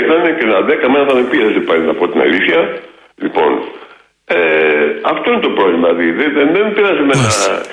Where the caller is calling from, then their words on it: Greece; Γιατί με θίγει σαν Έλληνας